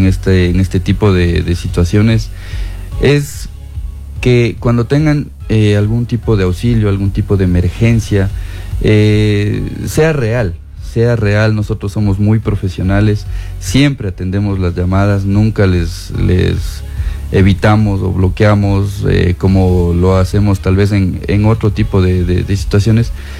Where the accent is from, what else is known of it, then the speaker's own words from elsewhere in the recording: Ecuador; también somos ciudadanos, también somos ecuatorianos